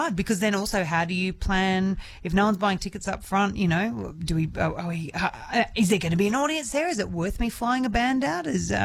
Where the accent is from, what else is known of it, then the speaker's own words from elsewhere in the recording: Melbourne, Victoria, Australia; I was a vegetarian from Melbourne